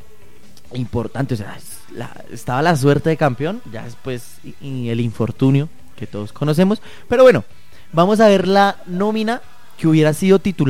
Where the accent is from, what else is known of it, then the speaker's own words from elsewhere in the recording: Colombia; esa costumbre que tenemos los colombianos